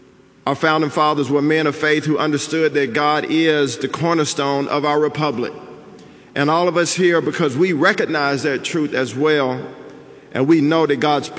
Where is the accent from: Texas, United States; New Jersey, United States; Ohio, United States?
Texas, United States; You know, the Cowboys could have drafted me, by the way. I'm from Texas.